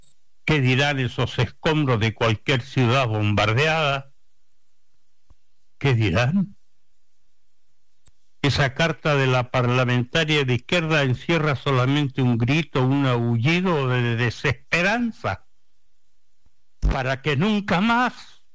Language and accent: Spanish; Chile; Los chilenos, por ejemplo, somos todos mestizos.